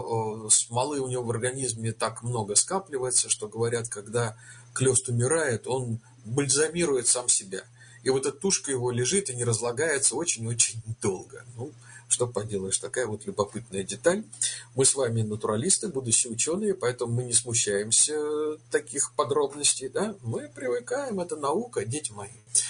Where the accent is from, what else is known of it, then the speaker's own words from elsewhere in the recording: Moscow, Russia; Я помню, на Арбате, я там вырос, на Арбате, в арбатских переулках.